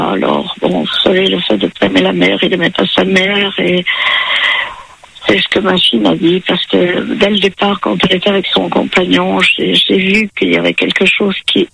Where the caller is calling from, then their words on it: Paris, Île-de-France, France; Voilà, donc moi j'habite à Paris.